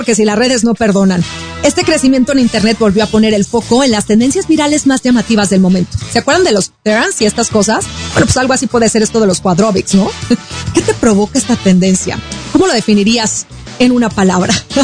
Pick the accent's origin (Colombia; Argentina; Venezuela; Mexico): Mexico; Mazatlán, Sinaloa; yo soy de Mazatlán … Mazatlán, Mazatleca 100%